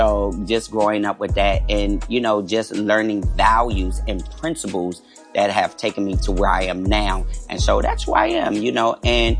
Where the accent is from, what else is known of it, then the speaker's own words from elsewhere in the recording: Harrisburg, Pennsylvania, United States; I am a native of Harrisburg, PA. Grew up with a family of 8, 5 brothers, 2 sisters.